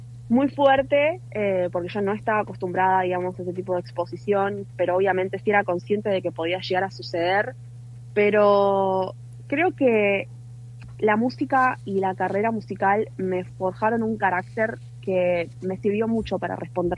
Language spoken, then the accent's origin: Spanish; Argentina; se ha encontrado con esta crítica de che, sos argentina